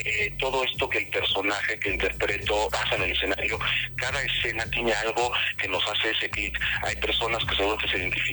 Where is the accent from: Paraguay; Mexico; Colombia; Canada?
Mexico; Pues fíjate que me baso mucho en cómo somos como mexicanos.